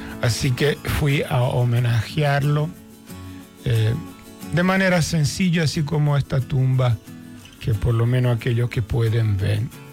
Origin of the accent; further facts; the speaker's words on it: Inverigo, Lombardy, Italy; moved away; also born or lived in Milan; Yo, si bien nacido en Milán, la gran ciudad, pero a los 7 años con mi familia nos hemos trasladado en Inverigo a 30 kilómetros al norte, cerca del lago de Como. Y es un pequeño pueblo rural de unos 10.000 habitantes.